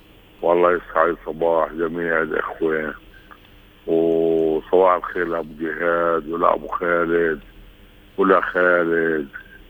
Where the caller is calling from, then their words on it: Hebron, Hebron Governorate, Palestine; اللي كلنا بنعتز انه احنا فلسطينية واحنا خلايلة بالذات.